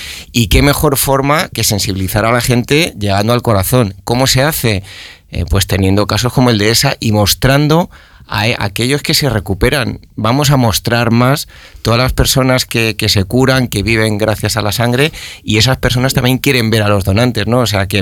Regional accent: Spain; en mi pueblo, en Alpedregue

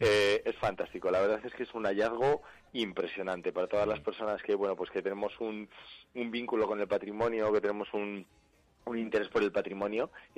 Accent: Castile and León, Spain; Que aparezca en Soria es fantástico. Y que aparezca en mi pueblo, pues, ¿qué te voy a contar?

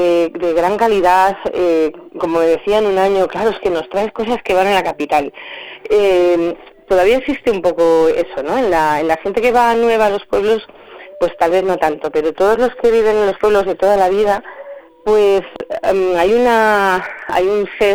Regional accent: Zamora, Castile and León, Spain; also born or lived in Madrid; como zamorana, tener la posibilidad de tener un festival en mi casa, en mi tierra, en mi ciudad

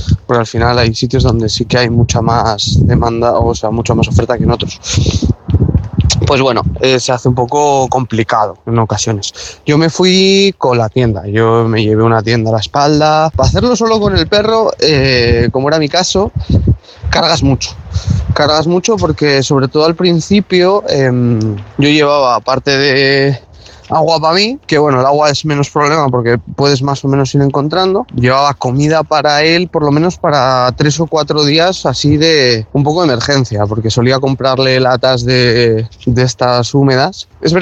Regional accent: Burgos, Castile and León, Spain; porque yo soy de Burgos y cuando llegué a Burgos paré casi 2 semanas con él

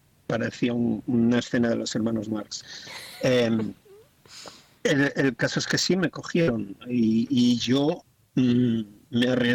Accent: Valladolid, Castile and León, Spain; Y bueno, pues yo creo que soy el típico de Valladolid.

